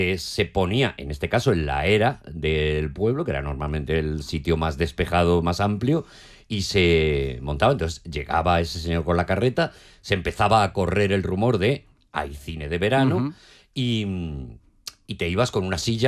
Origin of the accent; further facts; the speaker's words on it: Madrid, Community of Madrid, Spain; accent: Madrid; Y te costaba volver, en el caso de Madrid, a nuestro acento madrileño